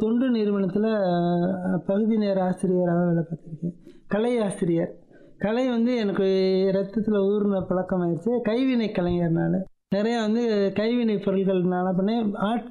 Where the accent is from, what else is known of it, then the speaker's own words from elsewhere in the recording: Shenkottai, Tamil Nadu, India; எங்கள் அப்பாவுக்கு சொந்த ஊர், அப்பா ஊர் தான் எங்களுக்கு பூர்வீகம், செங்கோட்டை, குற்றாலம் பக்கத்தில் எழில் கொஞ்சம் செங்கோட்டை தான் எங்களுக்கு சொந்த ஊர்.